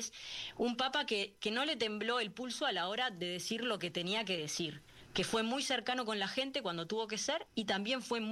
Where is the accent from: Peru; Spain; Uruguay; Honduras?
Uruguay; como uruguayos, somos un poco herederos de esa cultura o de ese intelectualismo.